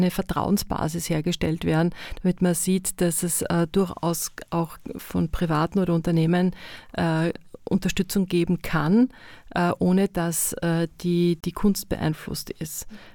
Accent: Tyrol, Austria; auch da, wo ich herkomme, ursprünglich eben auch die Swarovski-Kristallwelten haben auch einen künstlerischen Aspekt

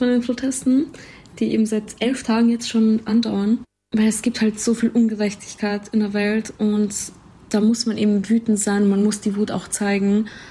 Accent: Albania; aber jetzt halt in einem Land, wo ich herkomme, dass es da auch Aufruhr gibt

